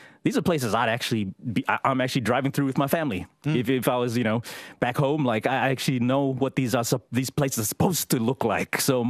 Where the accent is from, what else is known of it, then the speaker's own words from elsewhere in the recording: Rabaul, East New Britain, Papua New Guinea; I used to play with it as a child when you know, growing up in Rabaul.